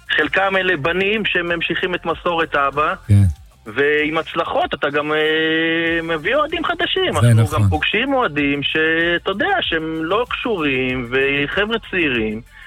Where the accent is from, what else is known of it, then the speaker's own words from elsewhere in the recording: Eilat, Southern District, Israel; now in Kfar Tavor, Israel; אחד שלא גדל בעיר, גדלתי באילת.